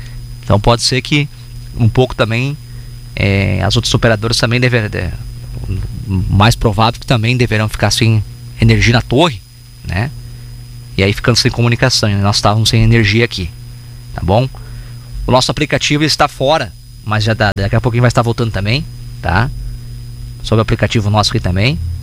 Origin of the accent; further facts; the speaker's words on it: Bento Gonçalves, Rio Grande do Sul, Brazil; sou de Bento Gonçalves e estou tentando contato com meus pais que moram na cidade de Fontoura